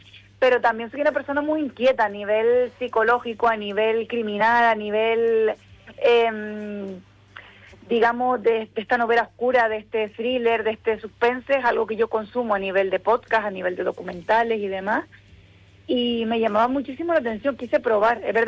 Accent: Canary Islands, Spain

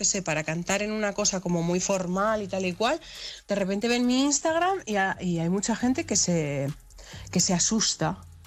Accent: Basque Country, Spain; now in Barcelona, Spain; teniendo en cuenta además que soy vasca, O sea, que es que en Euskadi se dice y se comenta que la gente se reproduce por esporas.

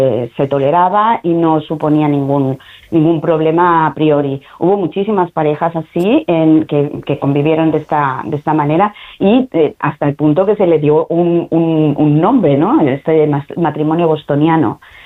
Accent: Valencian Community, Spain; Pero realizan, digamos, un periplo que para mí particularmente, siendo valenciana, me resulta muy emocionante.

